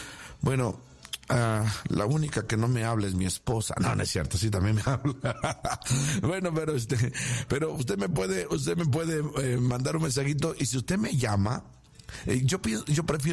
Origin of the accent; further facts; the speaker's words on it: Mexico; born there; De este lado del río, para acá, para del lado mexicano, para acá, para donde yo nací